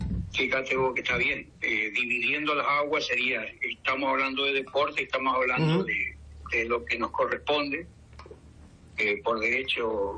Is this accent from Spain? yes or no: no; Argentina; estoy hablando como combatiente y como como argentino.